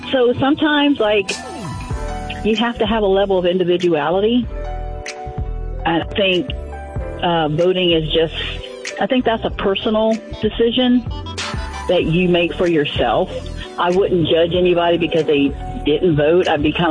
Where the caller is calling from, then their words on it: Green Cove Springs, Florida, United States; I'm calling from Green Cove Springs, Florida.